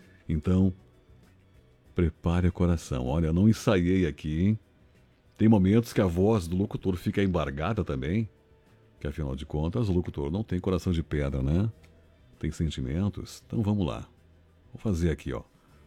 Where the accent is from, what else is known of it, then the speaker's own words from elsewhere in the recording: Iraí, Rio Grande do Sul, Brazil; moved away; also born or lived in Planalto, Rio Grande do Sul; quero mandar uma boa noite para Iraí, que é a minha cidade natal, onde eu nasci, passei aí minha adolescência. Então, um abraço para os meus conterrâneos de Iraí. Também Planalto, Rio Grande do Sul, onde eu comecei na profissão há 40 anos.